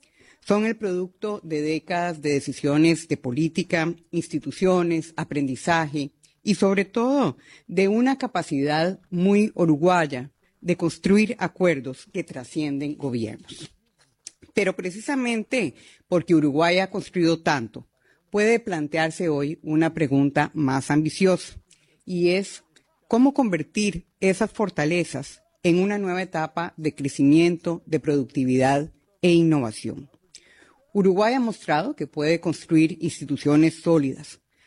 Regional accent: Costa Rica; cuando era ministra del gobierno de Costa Rica, que es mi país de origen

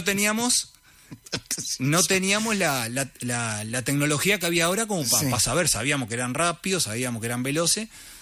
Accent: Montevideo, Uruguay; Nosotros nacimos en Malvin Norte.

